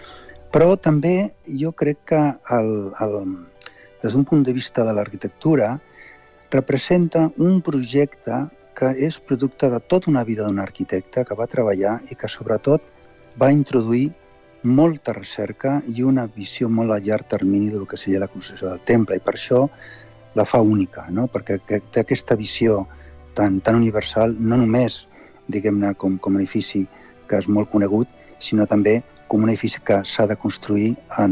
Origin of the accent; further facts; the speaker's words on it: Barcelona, Catalonia, Spain; com a barceloní